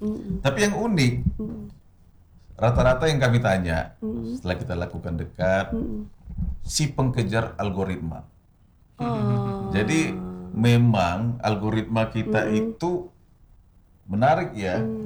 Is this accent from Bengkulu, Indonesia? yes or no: yes; Bengkulu, Indonesia; saya dari kecil di Kota Bengkulu, saya ikut sama orang tua saya yang tentara